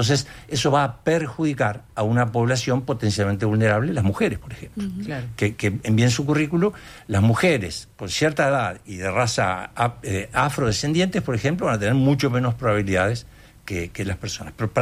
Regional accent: Uruguay; Yo soy uruguayo.

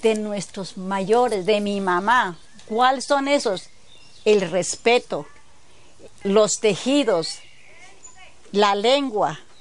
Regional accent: Cauca, Colombia; nosotros somos los indígenas, somos originarios de América, no somos venidos de otra parte, somos de aquí de nuestras tierras.

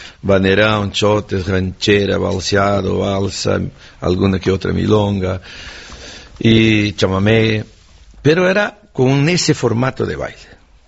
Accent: Santo Ângelo, Rio Grande do Sul, Brazil; born or raised there

